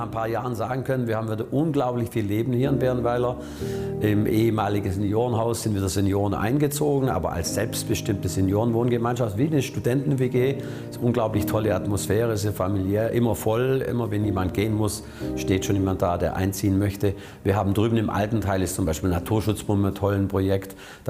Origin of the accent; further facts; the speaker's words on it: Bavaria, Germany; bin ich aus dem Allgäu.